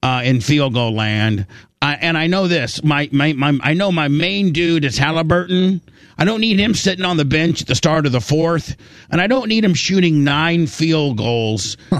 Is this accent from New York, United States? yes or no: no; Indiana, United States; Growing up in Indiana, indoctrinated.